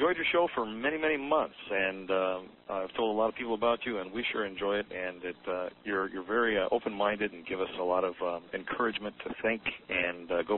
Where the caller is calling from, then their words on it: Nashville, Tennessee, United States; from Nashville, Tennessee.